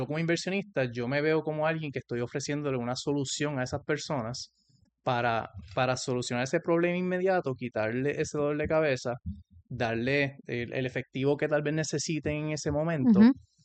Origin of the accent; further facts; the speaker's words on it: Cayey, Puerto Rico; moved away as an adult; also born or lived in Mayagüez, Puerto Rico / United States; soy de Cayey, Puerto Rico, nacido y criado. Estudié ahí hasta high school, después me fui al colegio de Mayagüez, donde estudié ingeniería química.